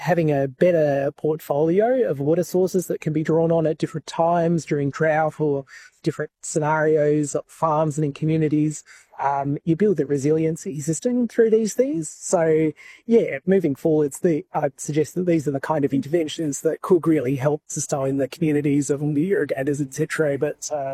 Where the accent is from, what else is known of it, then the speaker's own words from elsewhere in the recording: South Australia, Australia; So I'm from South Australia